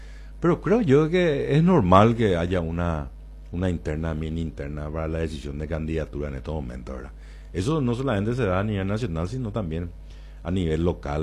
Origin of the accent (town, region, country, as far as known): Caaguazú, Paraguay